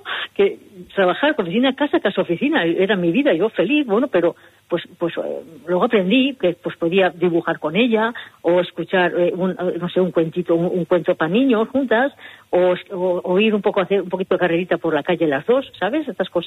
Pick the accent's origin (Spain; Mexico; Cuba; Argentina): Spain; San Sebastián, Basque Country; soy de Donosti.